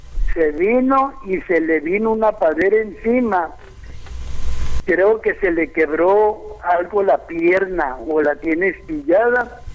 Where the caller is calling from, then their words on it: Tijuana, Baja California, Mexico; hablo de acá de Tijuana